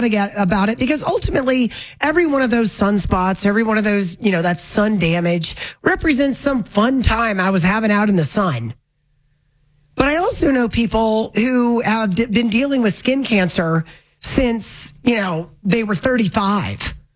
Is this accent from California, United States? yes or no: no; Florida, United States; I grew up in Florida